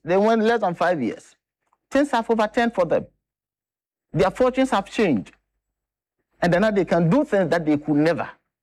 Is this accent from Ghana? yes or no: yes; Bono, Ghana; now in Greater Accra, Ghana; I'm not from this region, Greater Accra region, I'm from Borno region, and I know I'm here as a result of migration.